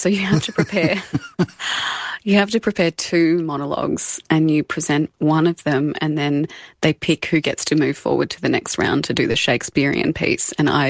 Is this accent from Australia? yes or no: yes; Albury, New South Wales, Australia; I grew up in Albury, born and bred. My parents are still there. I think, you know, as a regional kid and we had family in Sydney, I used to always dream of going to the big city